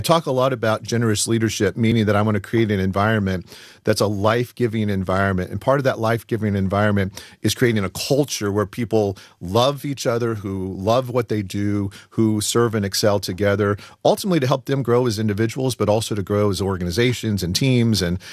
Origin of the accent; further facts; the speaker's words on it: Dayton, Ohio, United States; also born or lived in Key West; I was just 2 years old at the time. And we moved from Key West, Florida, up to Southwest Ohio, outside of Dayton, Ohio.